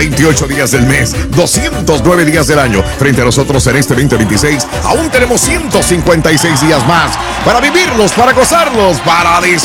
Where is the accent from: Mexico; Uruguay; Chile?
Mexico